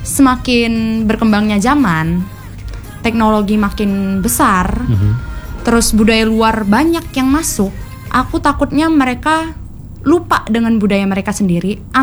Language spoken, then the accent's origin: Indonesian; Kalimantan, Indonesia; Karena aku kan kebetulan orang Dayak